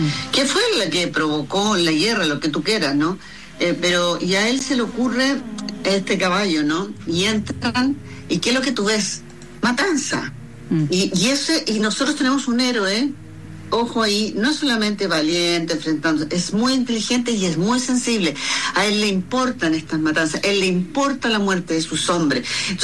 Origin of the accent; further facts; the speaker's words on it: Chile; tenemos un país muy lindo